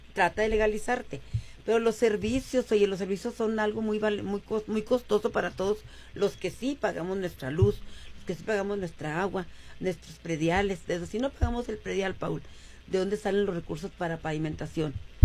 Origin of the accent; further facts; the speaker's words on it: Torreón, Coahuila, Mexico; now in Ciudad Juárez, Mexico; yo como migrante, pues yo soy de Torreón, Coahuila, a mucha honra, pero yo llegué aquí en el 80, cuando Juárez era un Juárez muy chiquito.